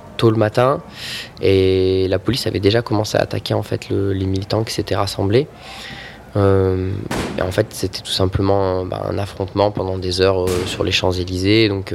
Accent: Marseille, Provence-Alpes-Côte d'Azur, France; j'ai 27 ans et je suis de Marseille.

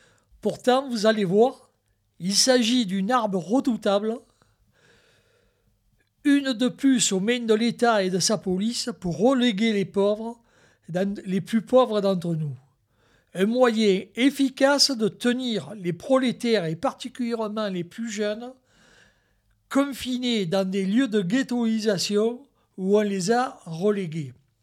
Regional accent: Marseille, Provence-Alpes-Côte d'Azur, France; accent: English accent of the northern districts of Marseille; pardonnez mon accent anglais des quartiers nord de Marseille

